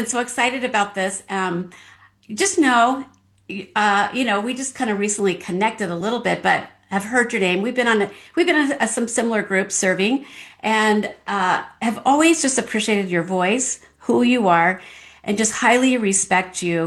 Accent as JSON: {"language": "English", "town": "Phoenix", "region": "Arizona", "country": "United States", "tie": "born or raised there", "said": "I was born and raised in Phoenix, and so I've seen the downtown area change greatly over the years."}